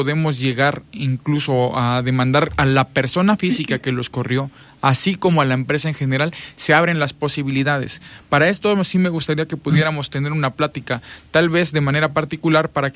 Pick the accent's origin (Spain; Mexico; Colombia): Mexico; somos los mexicanos